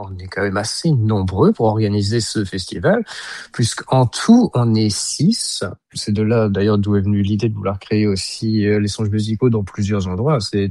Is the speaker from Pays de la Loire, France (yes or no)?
no; Grand Est, France; born there; on a le festival du Saulnois, qui est pour moi ma région natale.